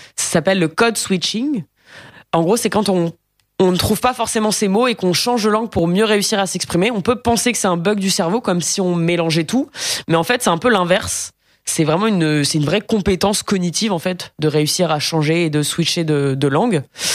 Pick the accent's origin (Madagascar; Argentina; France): France; first language French; Moi, je suis native française, évidemment. Je suis pas trop mauvaise en langue